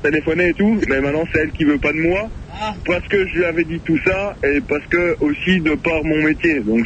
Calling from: Arlon, Wallonia, Belgium; Parce que moi, à Arlon

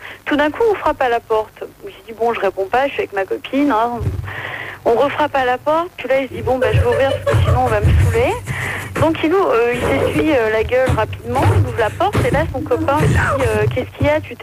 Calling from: Paris, Île-de-France, France; 19 ans de Paris.

